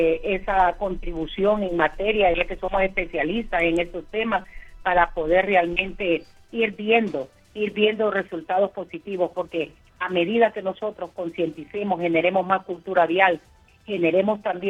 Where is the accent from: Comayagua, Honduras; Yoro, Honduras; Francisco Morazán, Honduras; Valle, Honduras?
Comayagua, Honduras; Siguatepeque; Porque soy de Siguatepeque, Comayagua